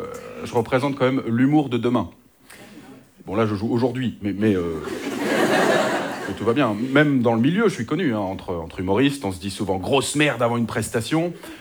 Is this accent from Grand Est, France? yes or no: no; Hauts-de-France, France